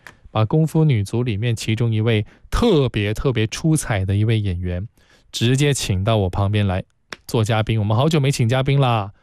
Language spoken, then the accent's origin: Chinese; Guangdong, China; 我们广东人，真的是很多人在从小看他的作品看到大